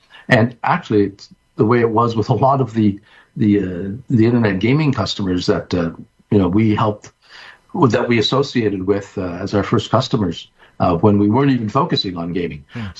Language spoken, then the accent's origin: English; Quebec, Canada; also born or lived in Plattsburgh, United States